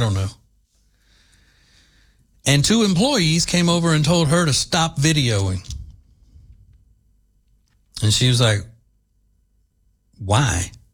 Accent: Winfield, Louisiana, United States; my hometown of Winfield, Louisiana

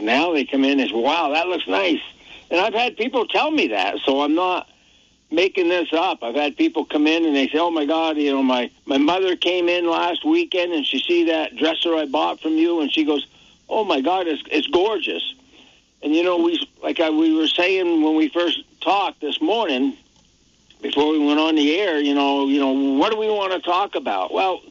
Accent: Barre, Vermont, United States; born there; I'm a Barry boy. I was born in Vermont

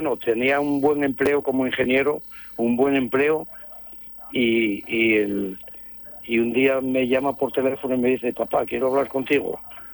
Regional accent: Oviedo, Asturias, Spain; Somos llambiones, los asturianos nos gusta el. Y ya te digo, hay una serie de pastelerías en Oviedo que tienen tradición

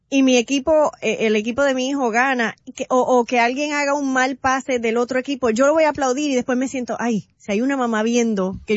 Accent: Puerto Rico

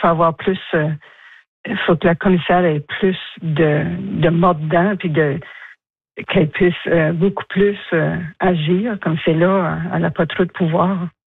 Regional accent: Canada; Vous savez, ça va faire 40 ans que je suis ici. Je suis une Acadienne. J'ai une Acadienne dans le cœur, dans mes veines, dans mon sang.

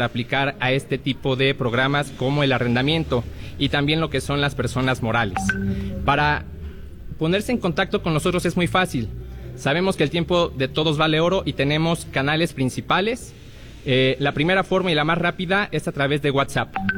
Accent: Puebla, Mexico; tan reconocido por nosotros los poblanos

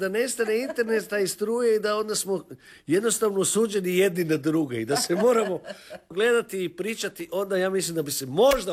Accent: Mlinovi, City of Zagreb, Croatia; born there; Pa ja sam rođen u Mlinovima

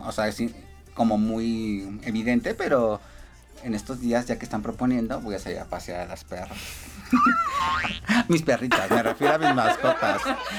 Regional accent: Michoacán, Mexico; amo mi tierra, amo México, amo Michoacán, mi corunda, mis uchepos, mi aporreadillo, todo eso.

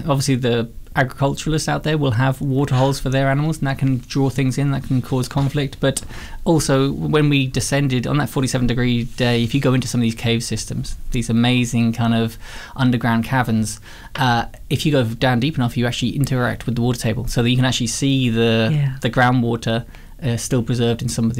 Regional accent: Ireland; now in Australia; No, I'm not from Australia. So I come from a much wetter part of the world. I come from Ireland, which is pretty different from the Labrador.

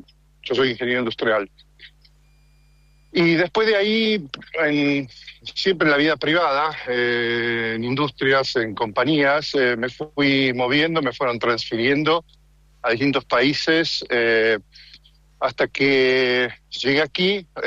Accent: El Talar, Buenos Aires Province, Argentina; moved away as an adult; also born or lived in Italy

